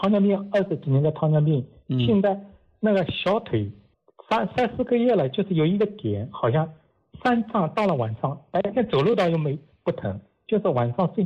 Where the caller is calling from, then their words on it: Changxing, Zhejiang, China; 我是浙江湖州长兴的。